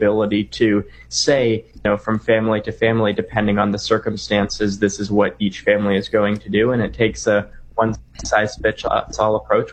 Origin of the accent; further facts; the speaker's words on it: Canada; Yeah, or my home country of Canada either